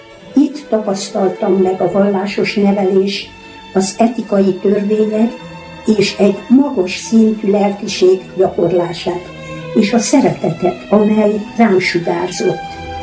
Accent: Praid, Harghita, Romania; now in Odorheiu Secuiesc, Romania; Születtem 1933. január 1-én. Szüleimnek 5. gyermekük láttam napvilágot Parajdon, Hargita megyében.

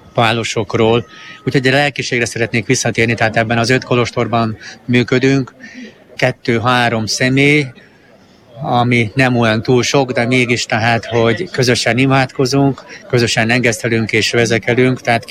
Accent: Felvidék, Slovakia; now in Márianosztra, Hungary; Felvidékről származom, tehát én onnét érkeztem magyar területre, magyar földre

